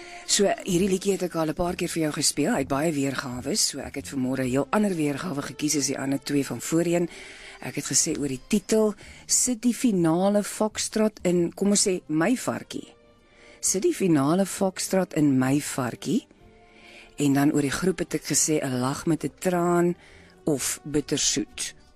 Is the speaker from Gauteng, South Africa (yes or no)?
yes; Centurion, Gauteng, South Africa; Nou ek het in Littleton in Verwoerdburg groot geword